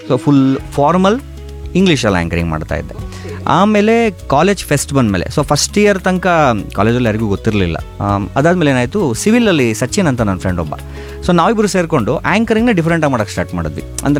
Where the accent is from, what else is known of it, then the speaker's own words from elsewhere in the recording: Shivamogga, Karnataka, India; also born or lived in Chikkamagaluru; ನಾನು ಹುಟ್ಟಿದ್ದು ಚಿಕ್ಕಮಗಳೂರಲ್ಲಿ, ಆದರೆ ಓದಿದ್ದು ಬೆಳೆದಿದ್ದು ಎಲ್ಲ ಕಂಪ್ಲೀಟಾಗಿ ಫಸ್ಟ್ ಸ್ಟ್ಯಾಂಡರ್ಡಿಂದ ಶಿವಮೊಗ್ಗದಲ್ಲೇ. ಇವಾಗಲೂ ಕೂಡ ಮನೆ ಇರೋದು, ಹಾಗೆ ಈವೆಂಟ್ಸ್ ಎಲ್ಲ ಇದ್ದರೂ ಶೂಟಿಂಗ್ ಎಲ್ಲ ಇದ್ದರೂ ಕೂಡ ಮುಗಿಸ್ಕೊಂಡು ವಾಪಸ್ ಬರೋದು ಶಿವಮೊಗ್ಗಕ್ಕೆ, ಬೇರೆ ಕಡೆ ಇರಬೇಕು ಅಂತ ಅಷ್ಟು ಅನಿಸಲ್ಲ.